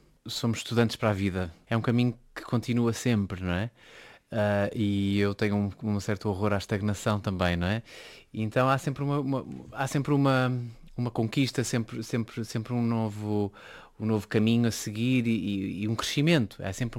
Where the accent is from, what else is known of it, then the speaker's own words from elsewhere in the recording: Porto, Norte, Portugal; also born or lived in Horta, Azores; toda a minha família do lado da minha mãe é daqui, do grupo central do Pico e do Faial. E eu nasci cá, depois com um ano fui logo para o Porto e pronto, passou a ser, no fundo nunca deixou de ser a casa, porque é o berço da família